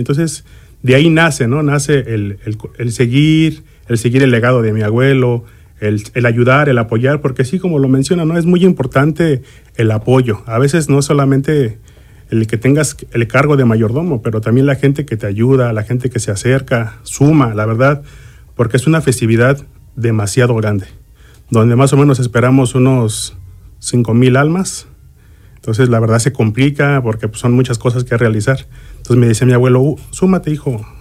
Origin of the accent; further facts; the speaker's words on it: Mexico City, Mexico; born there; also born or lived in Acatlán; yo soy nacido en la Ciudad de México, pero ahora sí que mis raíces son aquí en Acatlán. Yo vengo de la ciudad a ver a mi mamá.